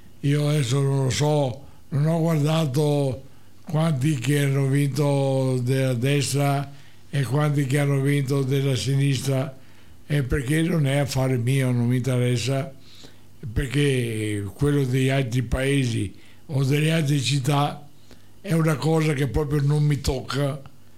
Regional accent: Veneto, Italy; io che sono veneto

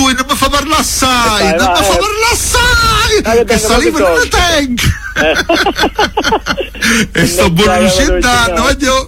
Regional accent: Torre del Greco, Campania, Italy; born there; Io sono nato a Torre del Greco.

